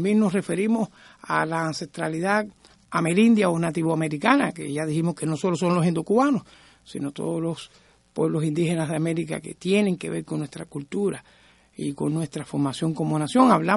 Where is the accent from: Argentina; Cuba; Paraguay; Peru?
Cuba; first language Spanish; nuestra lengua madre es el español de Cuba